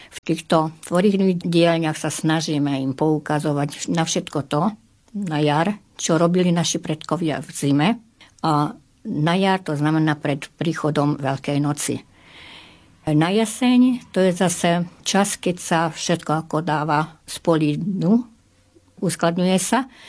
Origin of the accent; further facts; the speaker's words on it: Oroszlány, Komárom-Esztergom, Hungary; u nás v Oroslani boli zaužívané krupicové šulance.